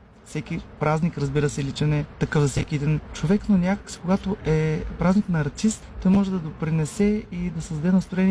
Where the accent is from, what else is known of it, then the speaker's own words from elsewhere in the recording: Burgas, Burgas Province, Bulgaria; Аз съм си бургазлия